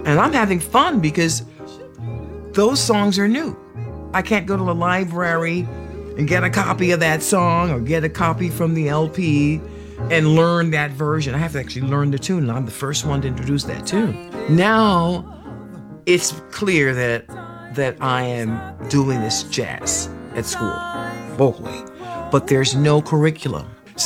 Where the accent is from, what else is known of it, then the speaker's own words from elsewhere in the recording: Miami, Florida, United States; born there; I was born in Miami, Florida. The family life was really centered around church, community.